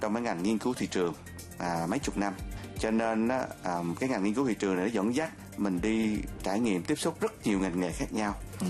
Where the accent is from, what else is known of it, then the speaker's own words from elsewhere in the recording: Phan Thiet, Bình Thuận, Vietnam; moved away as an adult; also born or lived in Australia / Japan / France / United States; tôi thì sinh ra ở Phan Thiết, nhà cũng rất là nhiều đời làm nước mắm.